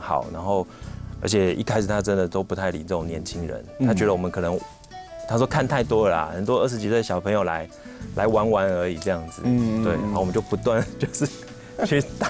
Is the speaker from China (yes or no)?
no; Yingge, New Taipei, Taiwan; 因为从小都玩到大， 对， 都在莺歌